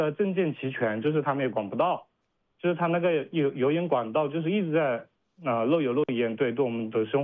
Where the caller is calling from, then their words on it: Changsha, Hunan, China; 就是我是来自于那个万城区月亮岛街道康桥悦城的 … 就是我在这个小区呢买了房子不到一年